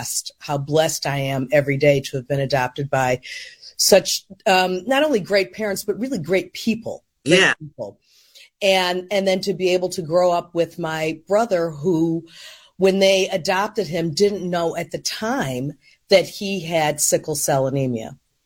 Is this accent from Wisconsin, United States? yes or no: no; Chicago, Illinois, United States; I grew up in Hyde Park until I was nine.